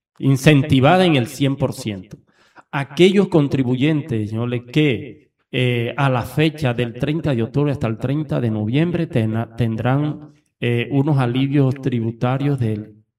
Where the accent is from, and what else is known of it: San Juan del Cesar, La Guajira, Colombia